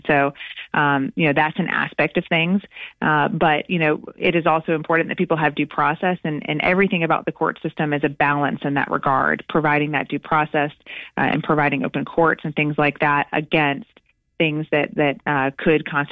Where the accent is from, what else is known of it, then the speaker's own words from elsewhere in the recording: Atlanta, Georgia, United States; But yeah, I grew up in Atlanta. I did go away for school, but I got back to Georgia for good reasons. I wanted to serve my home state